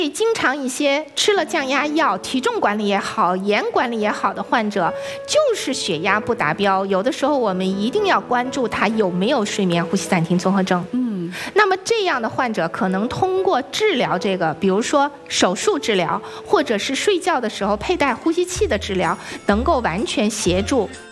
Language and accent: Chinese; China; 我们中国人